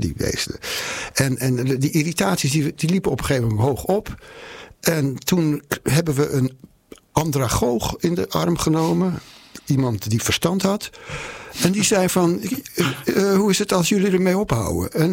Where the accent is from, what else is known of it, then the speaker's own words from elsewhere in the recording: Amsterdam, North Holland, Netherlands; moved away as an adult; En als kind al zat ik op de Montessori lagere school in Amsterdam.